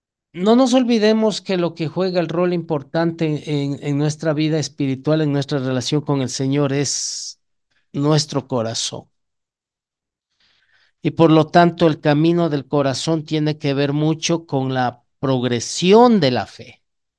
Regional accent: Ecuador; ¿qué más le hace visible a mi identidad como ecuatoriano? Aparte de mi cédula. De pronto mi lenguaje, ¿verdad? Porque utilizo palabras que propias de nuestro Ecuador.

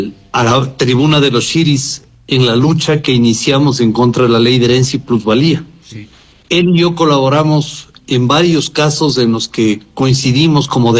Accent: Ecuador; creo que nosotros como ecuatorianos debemos

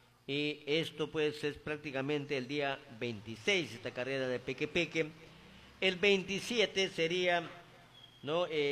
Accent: Aguaytía, Ucayali, Peru

